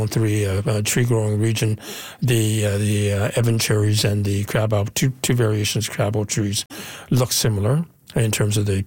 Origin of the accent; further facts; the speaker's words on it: Vancouver, British Columbia, Canada; now in Calgary, Canada; I think you and I, for example, we grew up in Vancouver